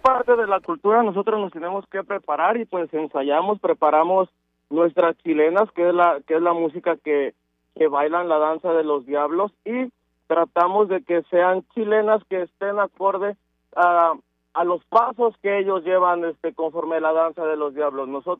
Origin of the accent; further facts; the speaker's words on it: Oaxaca, Mexico; Todos somos de Oaxaca